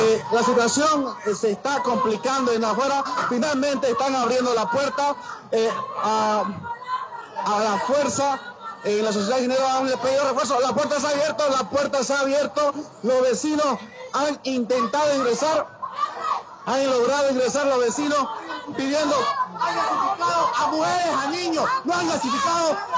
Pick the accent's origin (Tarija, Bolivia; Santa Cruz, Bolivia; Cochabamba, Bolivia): Santa Cruz, Bolivia; Somos de las urbanizaciones afectadas, son muchos vecinos. Somos de Santa Cruz de los barrios.